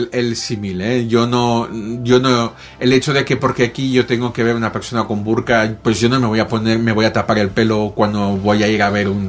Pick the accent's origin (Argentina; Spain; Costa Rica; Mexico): Spain; los españoles que nos conviene viajar afuera.